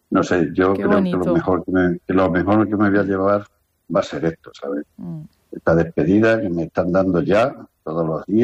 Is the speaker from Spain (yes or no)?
yes; Extremadura, Spain